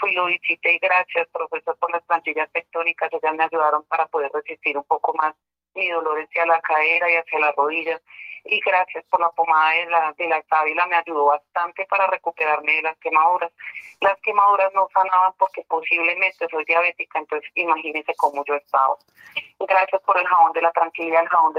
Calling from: Cajicá, Cundinamarca, Colombia; Estoy llamando de acá, de Cajicá, Cundinamarca.

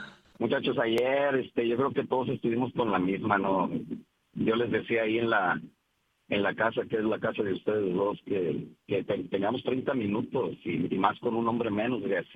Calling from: Mexico; lo que somos nosotros los mexicanos

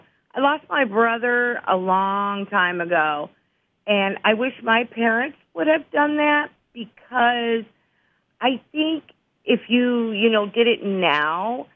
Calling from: Fort Wayne, Indiana, United States; I'm from Fort Wayne.

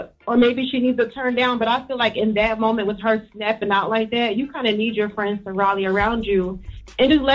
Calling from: Smyrna, Delaware, United States

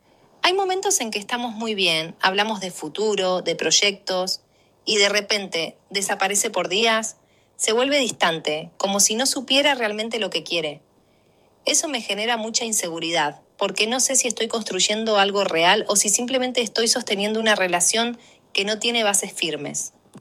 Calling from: San José de Mayo, San José, Uruguay; Nací el 11 de noviembre de 1984 y estoy llamando desde San José de Mayo.

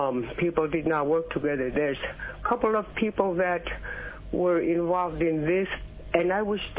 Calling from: Kwigillingok, Alaska, United States; I'm from Guilinok.

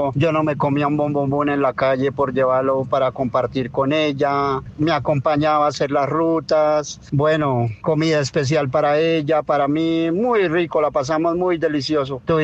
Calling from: El Cocuy, Boyacá, Colombia; Yo soy del Cocuy, Boyacá, nosotros somos boyacenses a morir. Y usted sabe, mi querido Junior, que nosotros los boyacenses somos muy trabajadores, honrados y servidores.

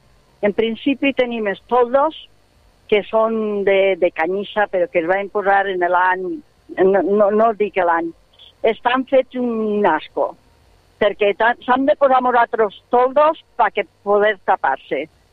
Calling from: Alcoy, Valencian Community, Spain; sóc una alcoiana

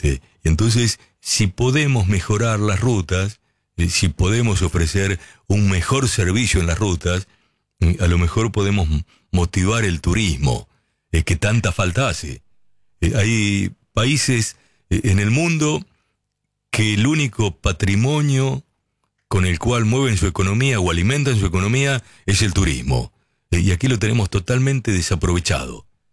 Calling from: Chepes, La Rioja, Argentina; de Chepes, La Rioja.

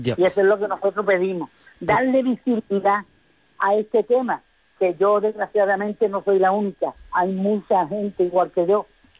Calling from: Medina Sidonia, Andalusia, Spain; nosotros venimos de Medina Sidonia.

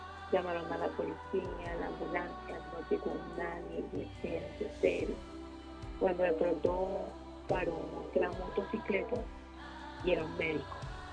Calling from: La Calera, Colombia; Por La Calera.

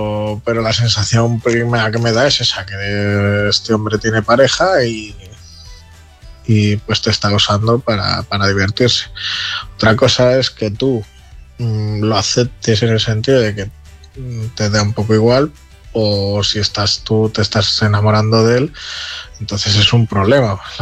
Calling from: Palencia, Castile and León, Spain; somos Alde de Palencia

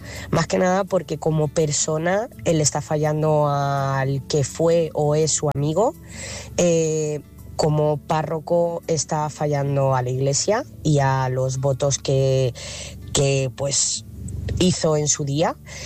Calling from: Talavera de la Reina, Castilla-La Mancha, Spain; corresponsal de Talavera.

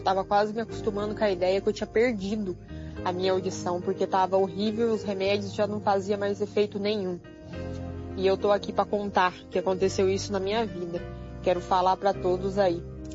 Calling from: Estiva Gerbi, São Paulo, Brazil; sou aqui de Estivagerbe

